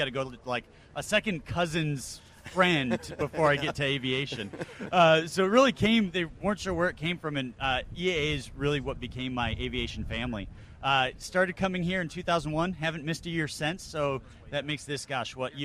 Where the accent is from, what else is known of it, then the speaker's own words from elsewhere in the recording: Illinois, United States; So I was actually from Illinois at the time, so it was kind of this weird coincidence.